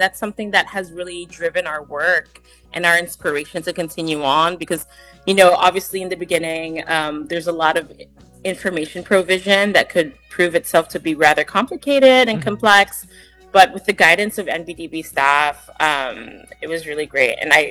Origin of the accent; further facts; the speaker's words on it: Santo Niño, Philippines; What are the things that I wish as a kid growing up in Santo Niño? We don't have a public library. We don't have museums.